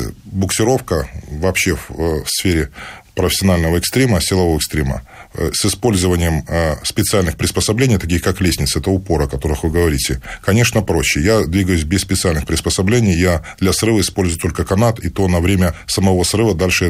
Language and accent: Russian; Lyubertsy, Moscow Oblast, Russia; Я себя отождествляю с обычным человеком, зожником, как я говорю, из Люберец.